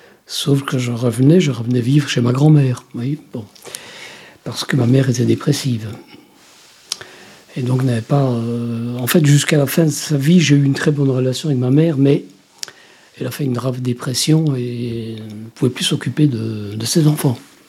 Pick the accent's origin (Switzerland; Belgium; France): Belgium; Wallonia; Ben oui, je suis originaire des Ardennes belges. Donc c'est une région, voilà, je ne dis pas montagneuse, mais de collines, de rivières sauvages, de cerfs, de biches, de sangliers.